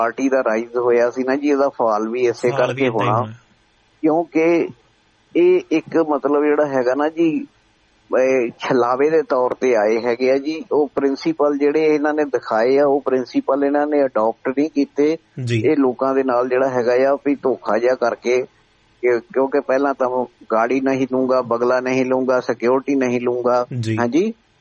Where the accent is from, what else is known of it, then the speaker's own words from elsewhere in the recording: Punjab, India; ਅਸੀਂ ਪੰਜਾਬ ਵਾਲੇ